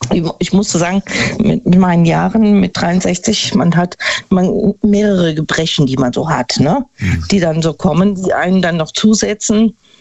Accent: Neunkirchen-Seelscheid, North Rhine-Westphalia, Germany; ich bin aus Neunkirchen-Silscheid

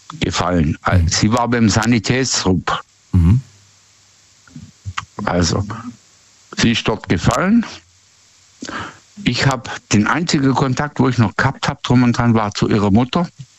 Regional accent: Baden-Württemberg, Germany; Nee, ich komme nicht aus dem Schwarzwald.

